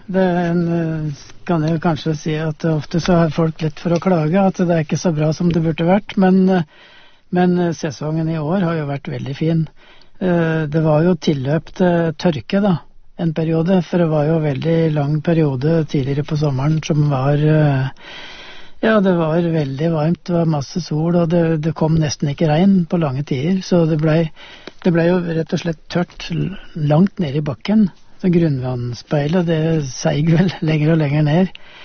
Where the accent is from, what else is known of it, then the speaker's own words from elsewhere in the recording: Østmodum, Buskerud, Norway; Så hvis jeg ser på gården hjemme på Østmodum, så det jo, der det jo, en stor del av hagen jo nyplanta